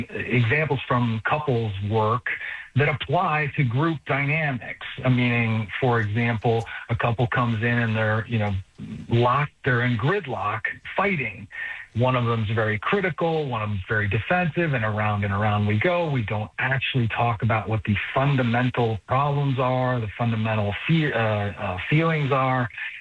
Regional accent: United States; Well, we are all, we kind of take for granted that we're American.

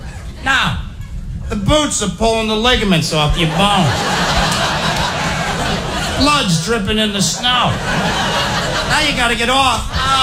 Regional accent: New York, United States; I'm going, "I'm from New York, they're hitting us hard. Let's stay tight."

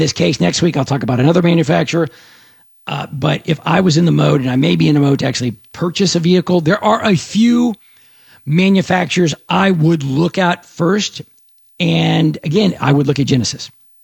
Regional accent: Dallas, Texas, United States; And Dallas, Fort Worth, my hometown. Talk Radio 1190.

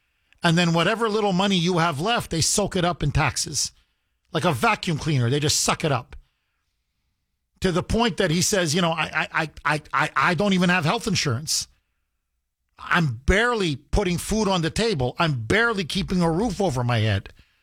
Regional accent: Massachusetts, United States; And I'm an American, born, raised on the Cape, 40 years.

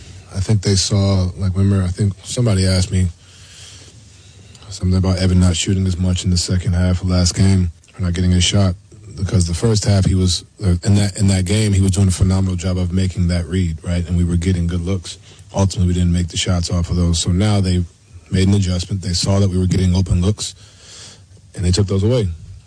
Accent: New York, United States; I mean, I'm from New York. This doesn't shock me.

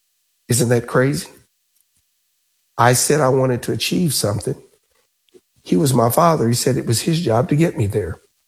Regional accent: Kentucky, United States; born there; also born or lived in Prospect, Kentucky; growing up in Newburgh was really pivotal to me. Five siblings, my mom and dad, seven of us in a house I could wrap my arms around, and I thought I had it all.

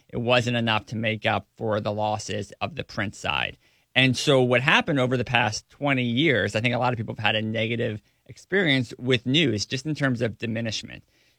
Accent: Delaware County, Pennsylvania, United States; also born or lived in Tacoma, Washington; Pennsylvania is where I grew up. I grew up in Delaware County, Pennsylvania. And it's where I've done my entire journalism career. I've lived out of state for 1 year. I lived in Tacoma, Washington.

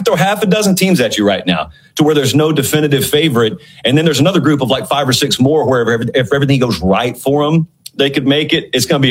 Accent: Deep South, United States; I grew up in the Deep South. Everybody down there thinks that Notre Dame is evil for not having ever joined a conference.

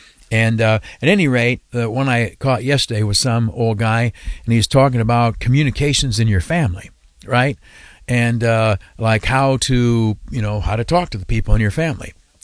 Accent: Canisteo, New York, United States; now in Schenectady, United States; my hometown of Canastillo, New York, down in the southern tier.

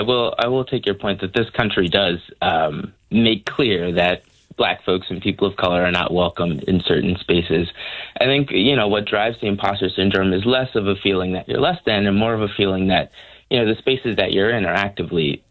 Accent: Chicago, Illinois, United States; I am a Chicagoan, born and raised. I grew up on the West Side in the Austin neighborhood. And like many Chicagoans, went to public school for high school. I'm a proud Whitney Young graduate.

